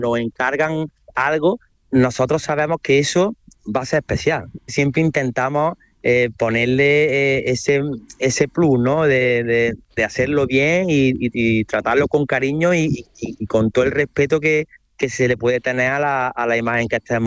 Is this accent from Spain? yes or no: yes; Córdoba, Andalusia, Spain; Siendo de Córdoba, pu